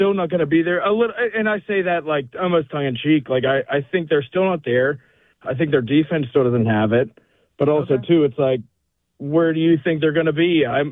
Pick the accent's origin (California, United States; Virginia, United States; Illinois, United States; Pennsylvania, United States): Pennsylvania, United States; Pittsburgh; So where I'm from Pittsburgh, and I'm an Aaron Donald guy from Pittsburgh.